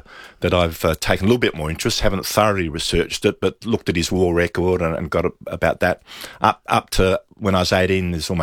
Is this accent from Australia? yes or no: yes; Kilkenny, South Australia, Australia; also born or lived in Hindmarsh; I was born in Hindmarsh and ended up, my family then lived in Kilkenny, and Cheller Gardens was just the closest primary school.